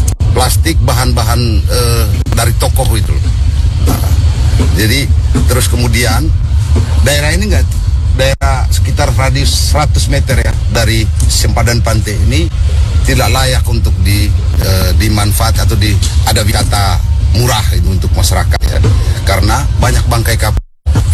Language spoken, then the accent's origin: Indonesian; Labuan Bajo, East Nusa Tenggara, Indonesia; born there; Ya, kami sebagai warga Labuan Bajo yang lahir di Labuan Bajo sangat prihatin dengan keadaan dan kondisi sempadan pantai Pulau Bajo saat ini.